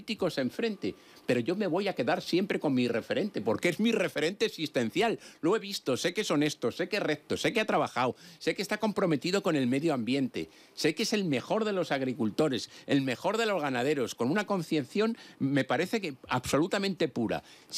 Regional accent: Luanco, Asturias, Spain; moved away; Yo soy de Asturias. Cuando voy a mi tierra, a Luanco

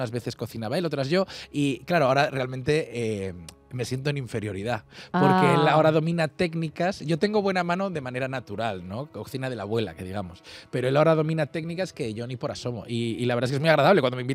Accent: Galicia, Spain; now in Madrid, Spain; Estoy muy orgulloso de ser gallego y de mi tierra. Me gusta mucho. Yo paso los veranos en Galicia, tengo a mi familia allí, a todos mis hermanos, mi madre, mis sobrinos.

